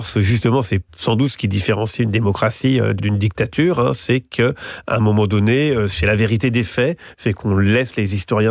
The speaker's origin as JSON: {"language": "French", "country": "France", "said": "Moi, je veux croire que je suis français."}